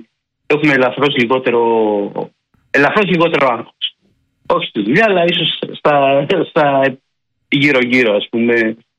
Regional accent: Athens, Attica, Greece; moved away; εγώ στο κέντρο της Αθήνας μεγάλωσα

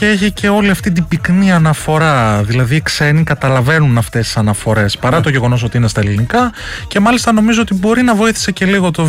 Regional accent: Drama, Eastern Macedonia and Thrace, Greece; Είμαι, ναι, από τη Δράμα βέβαια, γι' αυτό κοντοχωριανή.

